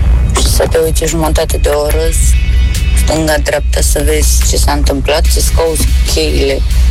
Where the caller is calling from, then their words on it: Bucharest, Romania; sunt din București.